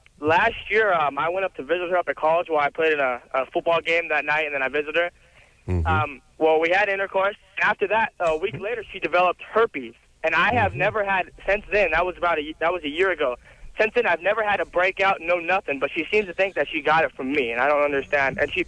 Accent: West Covina, California, United States; I'm from West Covina.

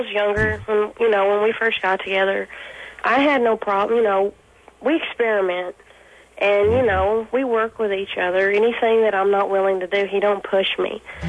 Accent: Kentucky, United States; moved away; I'm originally from Kentucky.

